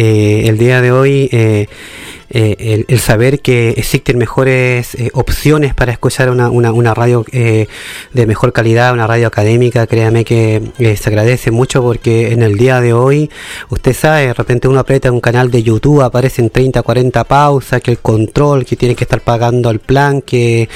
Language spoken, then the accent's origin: Spanish; Chile; seguimos siendo chilenos